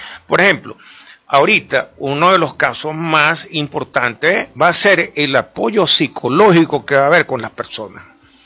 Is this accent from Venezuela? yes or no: yes; Venezuela; ¿cuántos venezolanos estamos ahorita en Venezuela?